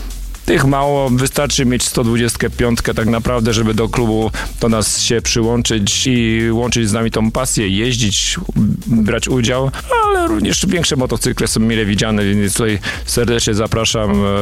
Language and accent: Polish; Słupca, Greater Poland Voivodeship, Poland; Flaga Słupcy i barwy Słupcy i to, że jesteśmy ze Słupcy i z powiatu słupackiego